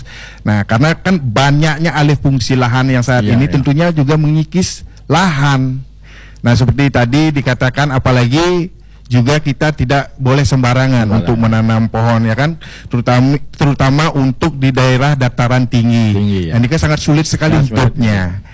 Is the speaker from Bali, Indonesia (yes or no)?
yes; Bali, Indonesia; kita sebagai warga Bali